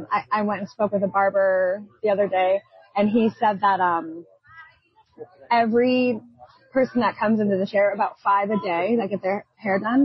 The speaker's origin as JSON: {"language": "English", "region": "Illinois", "country": "United States", "said": "I'm from Southern Illinois."}